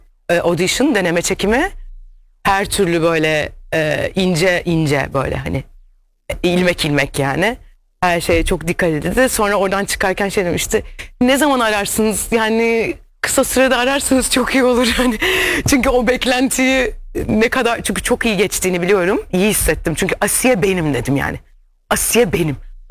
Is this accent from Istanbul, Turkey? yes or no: yes; Istanbul, Turkey; born there; also born or lived in Trabzon; İstanbul doğumluyum ama Karadenizli, Trabzonluyum, Trabzonsporluyum.